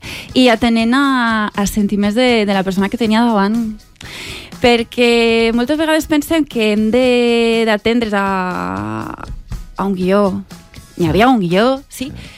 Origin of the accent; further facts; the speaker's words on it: Alcoy, Valencian Community, Spain; Jo com a alcoiana